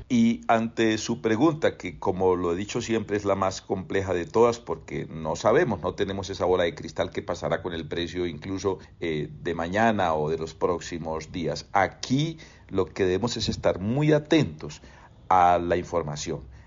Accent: Santander, Colombia; lo que debemos hacer nosotros como cafeteros colombianos y santanderianos, y ahí en Mogotes

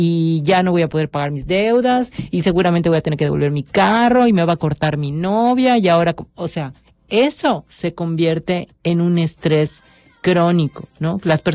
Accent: Yucatán, Mexico

